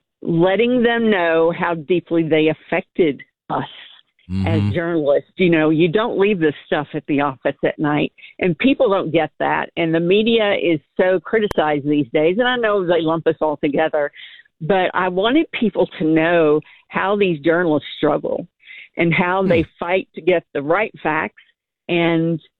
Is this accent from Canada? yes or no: no; Campbellsville, Kentucky, United States; Oh, yeah. Yeah. I grew up in Taylor County, Campbellsville, and, you know, there's where my roots are. Went to a small elementary school, and you know everyone, and you know everyone's parents and siblings.